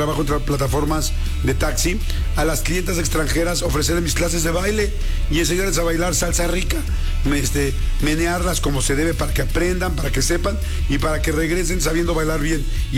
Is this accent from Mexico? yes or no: yes; Mexico; Y yo también me he portado a la altura, siento que soy la imagen de México.